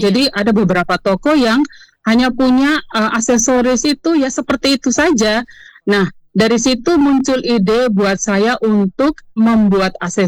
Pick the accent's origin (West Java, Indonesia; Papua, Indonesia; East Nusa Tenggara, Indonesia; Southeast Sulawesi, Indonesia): East Nusa Tenggara, Indonesia; Sumba; also born or lived in Bali; now in Kupang, Indonesia; Kebetulan saya itu orang Sumba. Saya pakai tenun Sumba.